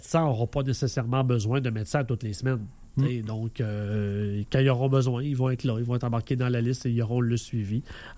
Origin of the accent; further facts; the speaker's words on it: Jonquière, Quebec, Canada; Je suis de Jonquière.